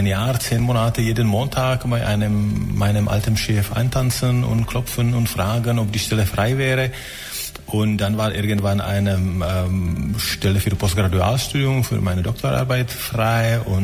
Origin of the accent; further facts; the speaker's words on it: Prague, Czechia; German is a second language; Ich habe nach dem Studium angefangen in meiner Heimat in Prag an der Uni.